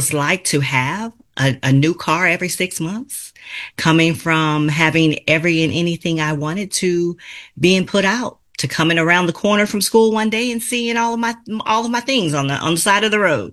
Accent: Los Angeles, California, United States; And I come from Los Angeles, California.

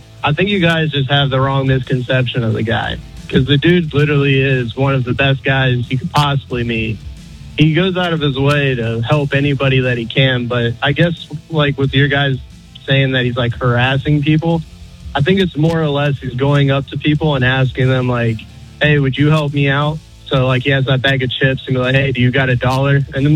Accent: Georgia, United States; I'm from the South down in Georgia.

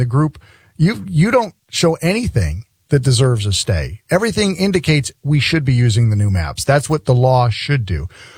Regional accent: New England, United States; I'm from originally from New England.

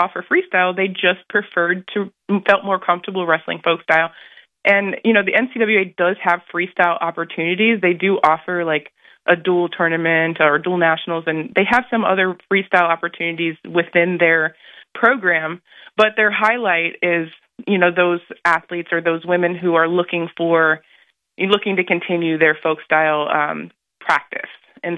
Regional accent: New Jersey, United States; moved away as an adult; now in Arizona, United States; I'm from New Jersey, but my dad lives here in Arizona

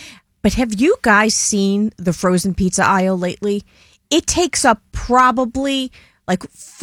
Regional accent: Staten Island, New York, United States; And I grew up in Staten Island, and they were the best. Pizzerias.

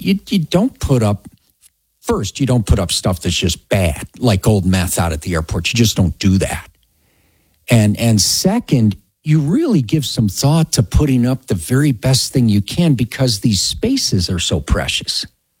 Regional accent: Chicago, Illinois, United States; also born or lived in Colorado; And I'm a city kid. I grew up in Chicago and then, you know, here in the metro area in Colorado, and have never lived in the mountains.

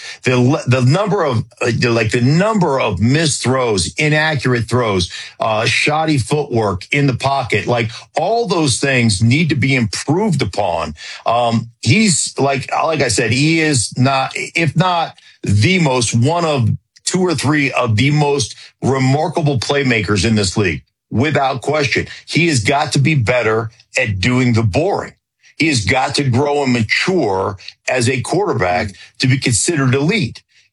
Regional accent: Anchorage, Alaska, United States; born or raised there

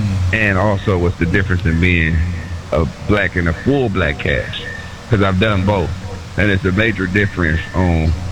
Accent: Chicago, Illinois, United States; Man, I'm born and raised in Chicago, Southside, Wild Hunted, part of the city, Roseland community. I was born at Roseland Hospital, 1975.

